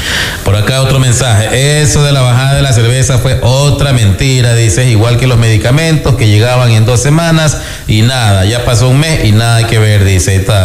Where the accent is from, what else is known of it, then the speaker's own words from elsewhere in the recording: Ecuador; así somos buenos ecuatorianos.